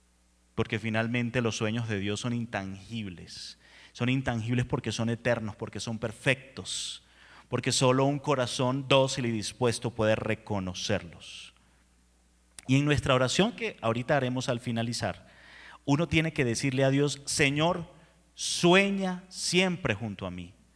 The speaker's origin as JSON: {"language": "Spanish", "country": "Venezuela", "moved": "as an adult", "lives_now": "Colombia", "said": "cuando llegué a Colombia, yo soy venezolano, resumen para los que no me conocían, cuando llegué a Colombia hace 8 años"}